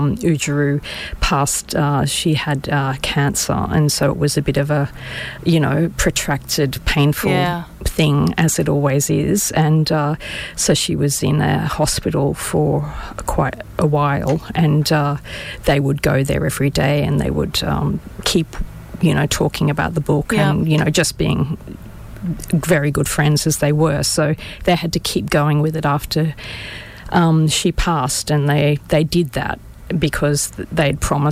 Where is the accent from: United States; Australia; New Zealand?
Australia; Brisbane, Queensland; I grew up in Brisbane, I guess. Well, I moved to Brisbane when I was about 7, so I spent, part of the 70s and then the rest of the time in Brisbane, other than moving overseas for about 15 years.